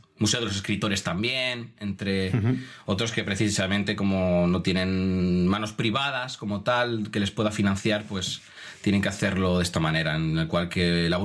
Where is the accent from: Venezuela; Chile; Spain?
Spain; Segovia, Castile and León; moved away as an adult; now in Edinburgh, United Kingdom; yo soy natural de Segovia, de toda la vida. He estado viviendo toda mi vida allí, 25 años